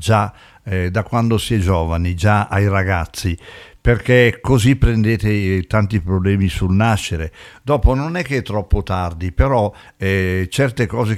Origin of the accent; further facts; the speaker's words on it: Rovato, Lombardy, Italy; moved away; io adoro Rovato, sai che è stata la mia città